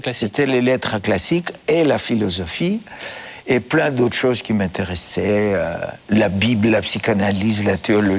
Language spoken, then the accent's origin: French; Athens, Attica, Greece; moved away as an adult; now in France; Comme Obélix, je suis tombé dedans quand j'étais petit, en Grèce. Ma famille était très, très chrétienne, très pratiquante. Et puis après, dans ma scolarité, pendant 12 ans, j'étais dans une école des frères maristes, mm-hmm, à Athènes.